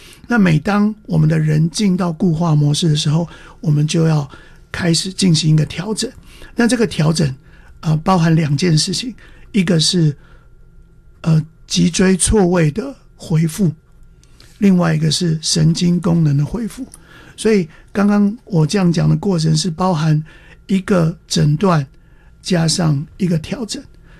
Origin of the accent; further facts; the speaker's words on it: Taiwan; now in United States; 即使是我是台湾人，我是教会唯一的台湾人，就我们家是教会唯一的台湾家庭